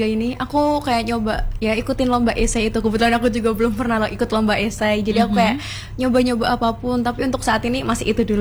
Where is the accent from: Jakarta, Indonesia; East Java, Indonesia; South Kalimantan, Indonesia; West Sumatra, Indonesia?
East Java, Indonesia; Trenggalek; moved away as an adult; now in Malang, Indonesia; aku asli Trenggalek.